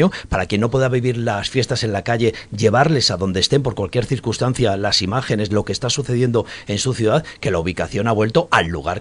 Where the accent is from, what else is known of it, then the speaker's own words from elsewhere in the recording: Valladolid, Castile and León, Spain; porque también buscamos eso como vallisoletanos, las imágenes de lo que está ocurriendo en las calles de nuestra ciudad, ¿no?